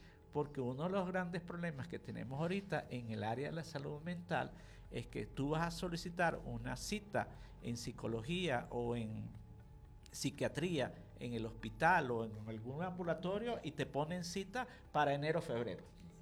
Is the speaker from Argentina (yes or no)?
no; Venezuela; hemos salido adelante como venezolanos